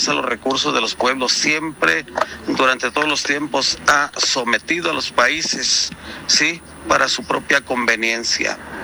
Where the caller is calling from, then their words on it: Mexico; como mexicanos, nos debemos de sentir orgullosos que la presidenta no se doblegue ante Estados Unidos